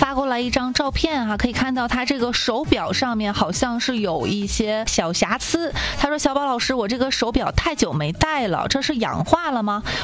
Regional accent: Northeast China, China; 我们东北人喝的这个酒的品类，我认为还是稍微比较单一一点。

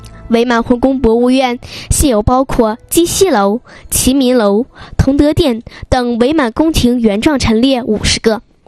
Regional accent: Changchun, Jilin, China; 我是长春人，我为家乡代言。我的家在长春

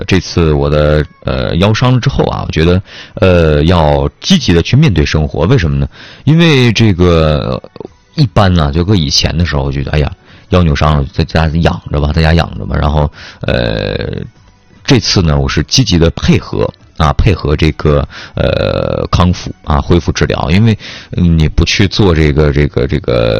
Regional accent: Changchun, Jilin, China; 我家是那个咱长春市本地啊，本地我是小合龙的啊，合龙镇。驾车的话也就是快一点的话就是40多分钟吧，40-50分钟啊。

